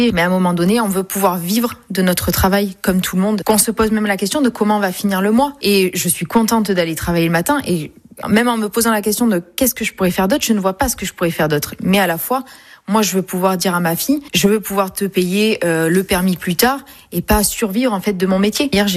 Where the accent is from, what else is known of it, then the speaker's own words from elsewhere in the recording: Pessac, Nouvelle-Aquitaine, France; born there; Et je suis surtout girondine, parce que je suis née à Pessac.